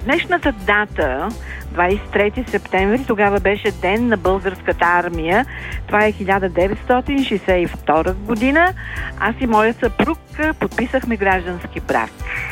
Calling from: Sofia, Sofia City, Bulgaria; съм от София.

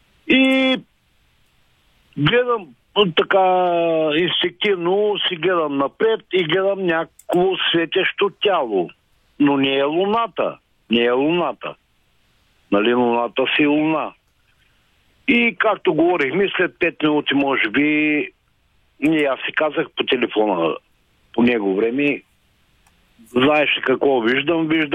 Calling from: Ruse Province, Bulgaria; съм от Русенско.

